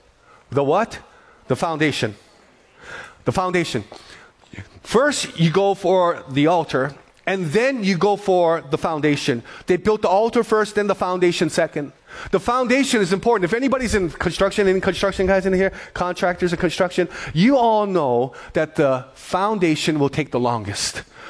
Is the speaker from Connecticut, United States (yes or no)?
no; Hawaii, United States; Like, I'm from the Big Island. I go home every once in a while, and I will drive by my old high school